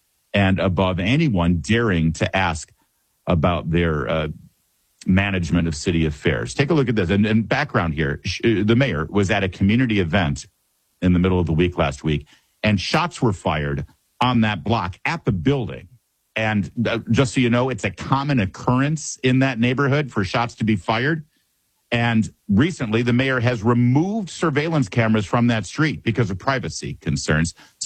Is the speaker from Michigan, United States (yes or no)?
yes; Detroit, Michigan, United States; Well, I've lived in a lot of places in this country. You try up growing up in Detroit. You try growing up as a Lions fan.